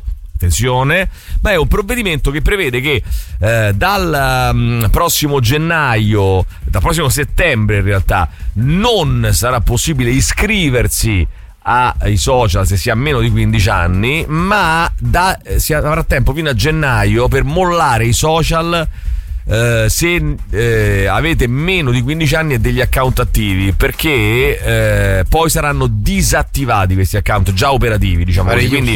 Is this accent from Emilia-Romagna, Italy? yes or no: no; Apulia, Italy; Allora, attenzione, anche io sono un pugliese cafone come